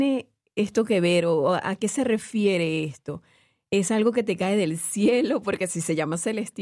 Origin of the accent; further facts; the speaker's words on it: Venezuela; now in United States; yo soy de Venezuela